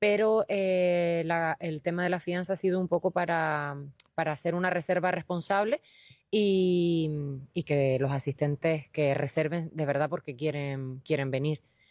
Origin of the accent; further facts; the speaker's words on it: Lajares, Canary Islands, Spain; al final es un evento que se hace en mi pueblo, en Los Lajares.